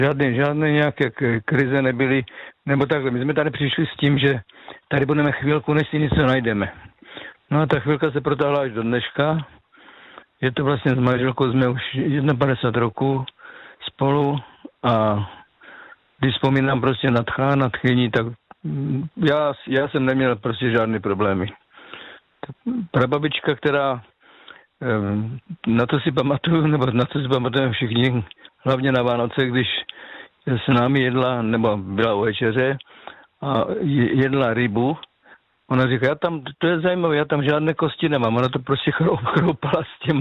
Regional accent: Moravian Slovakia, Czechia

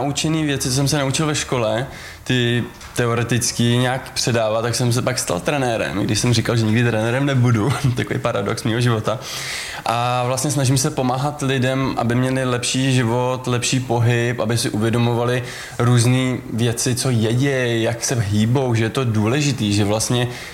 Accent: Hradec Králové, Hradec Králové Region, Czechia; jsem vlastně z Hradce, jak jsem tady říkal, tak jsem začal tady v Hradeckém Sokole s atletikou jako malej

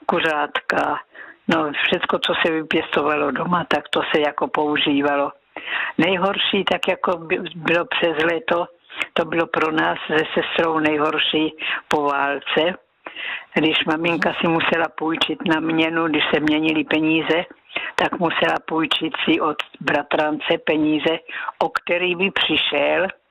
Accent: Násedlovice, South Moravian Region, Czechia; To jsme chodili do kostela, pocházím z Násedlovic a přes pole jsme chodili do Klobouk do Brna, u Brna, tam jsme chodili do kostela.

